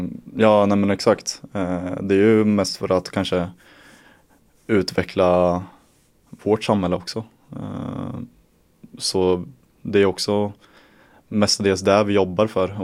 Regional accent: Vadstena, Östergötland, Sweden; now in Linköping, Sweden; 24 år gammal. Född och uppvuxen i Vadstena. Men har bott nu i Linköping i ett år.

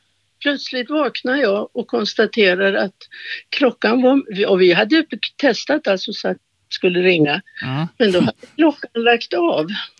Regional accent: Uppland, Sweden; also born or lived in Göteborg / Malmö / Kävlinge; Men jag är från Uppland, så att, även om jag är född i Göteborg.

